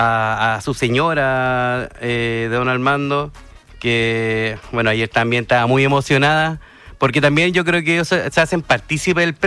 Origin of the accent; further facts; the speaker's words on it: Peñaflor, Santiago Metropolitan Region, Chile; moved away as an adult; now in Valparaíso, Chile; yo vengo de Peñaflor.